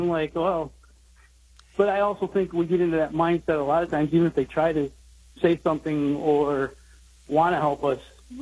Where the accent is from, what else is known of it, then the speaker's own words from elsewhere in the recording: Akron, Michigan, United States; I grew up in Akron, Michigan, a small farm town.